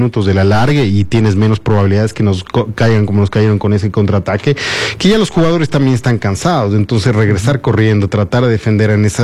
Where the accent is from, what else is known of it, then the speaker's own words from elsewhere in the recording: Ecuador; nosotros como aficionados, como ecuatorianos